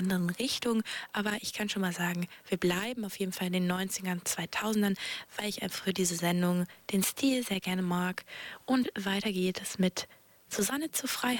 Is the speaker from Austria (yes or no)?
no; Hamburg, Germany; ich bin auch eine Hamburgerin, Hamburgerin und ja, deswegen kann ich hier auch mal ein bisschen hamburgische Musik anmachen